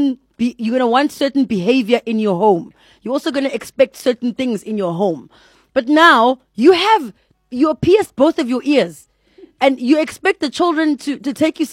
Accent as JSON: {"language": "English", "town": "Johannesburg", "region": "Gauteng", "country": "South Africa", "said": "Sorry, I'm Zulu from Joburg"}